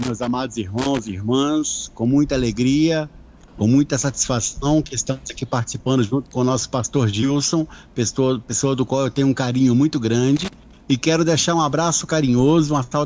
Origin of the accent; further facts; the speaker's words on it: Manhuaçu, Minas Gerais, Brazil; now in Luisburgo, Brazil; Eu sou natural de Manhuaçu, a 28 quilômetros.